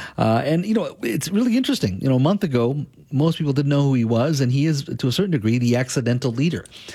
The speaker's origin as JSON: {"language": "English", "town": "Williams Lake", "region": "British Columbia", "country": "Canada", "tie": "born or raised there", "said": "And yes, he's from my hometown, Williams Lake. So two Caribou guys talking to each other."}